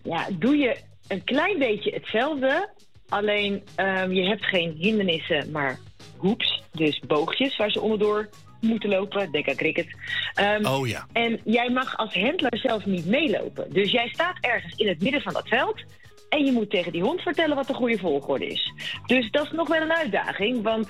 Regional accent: Netherlands; Nou is het ook wel een beetje zo, wij zijn Nederlanders. Wij zijn van nature best een beetje luidruchtig en aanwezig.

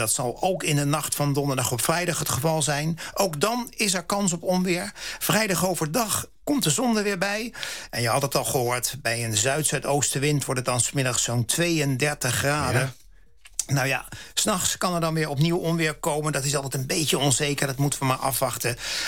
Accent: Voorburg, South Holland, Netherlands; ik kom officieel uit Voorburg, ja. Oorspronkelijk, hè? Oh, lange tijd. En daar ben ik opgegroeid

